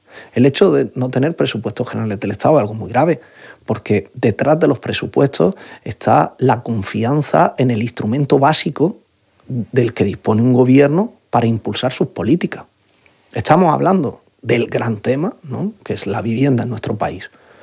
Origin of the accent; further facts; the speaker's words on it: Spain; no solo como españoles, sino todo lo que suponemos como comunidad hispana.